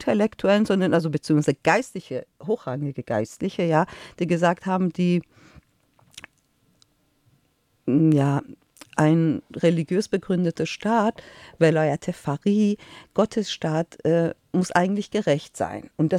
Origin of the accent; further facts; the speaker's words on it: Iran; also mir persönlich als Iranerin hat die Anteilnahme sehr gefehlt.